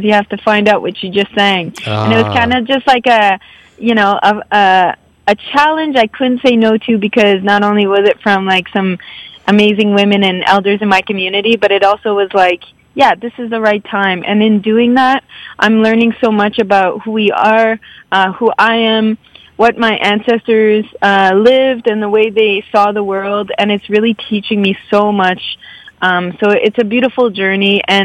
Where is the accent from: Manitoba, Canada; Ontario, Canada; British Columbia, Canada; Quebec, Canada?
Ontario, Canada; Sudbury; So I grew up in Sudbury, just outside of Sudbury, and my mom is Francophone. Well, both my parents speak French, so we grew up Franco-Ontarian. And on my dad's side, I'm Wabanaki. Our family comes from a community called Odanak.